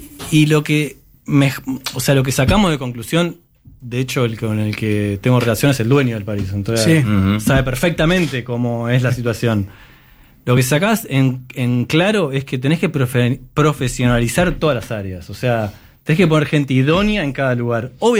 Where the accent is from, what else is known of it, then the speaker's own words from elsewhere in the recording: Temperley, Buenos Aires Province, Argentina; born there; Yo nací en un club. Yo nací en el Lawn Tennis de Temperley, club social, donde pasé los primeros 13 años de mi vida en ese club.